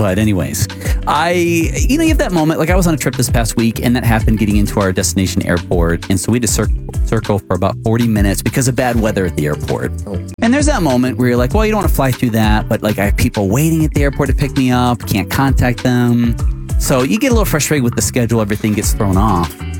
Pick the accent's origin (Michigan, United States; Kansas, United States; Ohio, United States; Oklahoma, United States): Michigan, United States; I'm from Michigan, so I was traveling there.